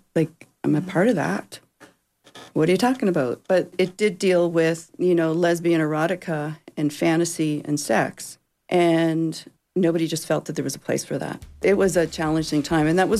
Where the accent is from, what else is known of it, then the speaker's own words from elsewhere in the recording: Cape Breton, Nova Scotia, Canada; It was very different growing up in Cape Breton and being here.